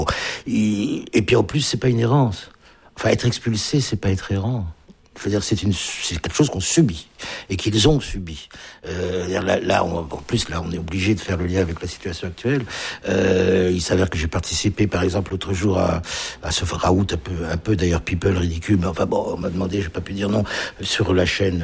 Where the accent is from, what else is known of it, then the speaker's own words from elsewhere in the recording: Ukraine; Donc je ne viens pas du tout là en tant qu'Ukrainien pour fêter ou soutenir mon ancien peuple ou je sais pas quoi. Je suis même pas français, je suis moi quoi.